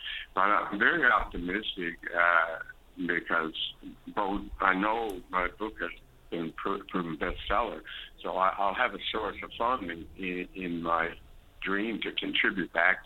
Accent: Placentia, Newfoundland and Labrador, Canada; my hometown, Point Presentia, very beautiful body ocean

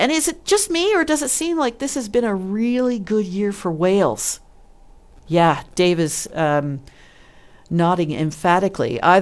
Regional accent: Newfoundland and Labrador, Canada; me being a Newfoundlander, and I think a lot of Newfoundlanders say, well, there's not much to do there.

